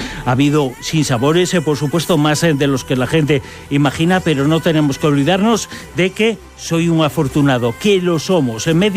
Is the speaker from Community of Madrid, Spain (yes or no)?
no; Galicia, Spain; Es que soy gallego. Bueno, es que somos muchos gallegos hoy aquí.